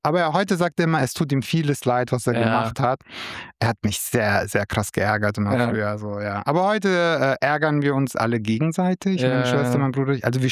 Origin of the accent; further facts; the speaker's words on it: Rotenburg, Germany; Bei uns in Rotenburg, wo ich herkomme, da wird halt zu Weihnachten, ist dann überall so geschmückt, so mit Geschenkeboxen und alles.